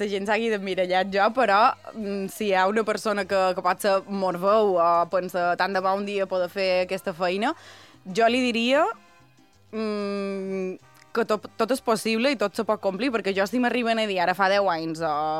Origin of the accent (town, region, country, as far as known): Sencelles, Balearic Islands, Spain; born or raised there; now in Palma, Spain